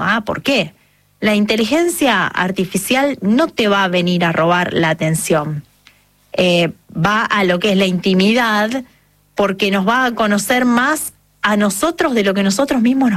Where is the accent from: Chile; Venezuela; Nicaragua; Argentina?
Argentina